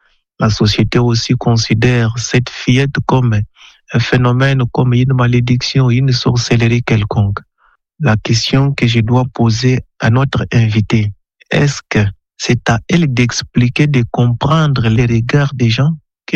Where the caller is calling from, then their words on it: DR Congo; de la République démocratique du Congo. Je reste dans un milieu qui est rural.